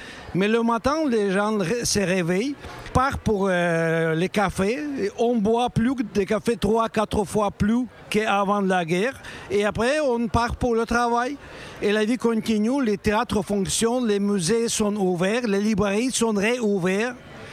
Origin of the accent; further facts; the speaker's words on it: Ukraine; now in Kyiv, Ukraine; Oui, je suis un écrivain ukrainien. Je suis arrivé de Kiev, ici, pour quelques jours